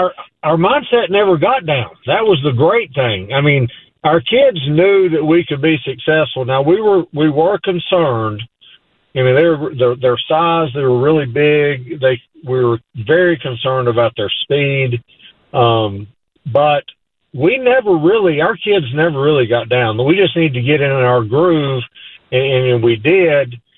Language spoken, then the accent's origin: English; Tennessee, United States; moved away; also born or lived in Arkansas; I'm not from Arkansas, I'm from Tennessee.